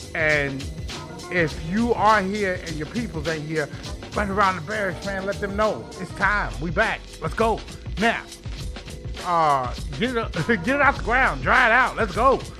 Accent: Chicago, Illinois, United States; now in Little Rock, United States; my hometown, Chi-Town.

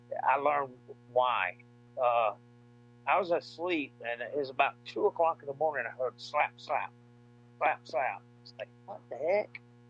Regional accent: Jonesboro, Georgia, United States; I grew up in Jonesboro, Georgia, which is south of Atlanta.

